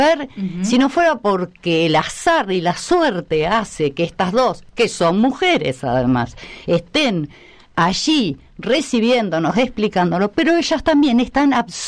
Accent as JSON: {"language": "Spanish", "town": "Mercedes", "region": "Buenos Aires Province", "country": "Argentina", "said": "básicamente yo soy bonaerense, soy nacida en Mercedes, provincia de Buenos Aires."}